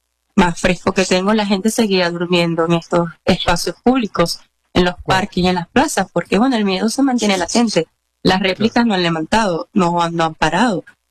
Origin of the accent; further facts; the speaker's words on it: Venezuela; Y creo que aún como venezolano y ante lo que es el reto de mantenerse informado acá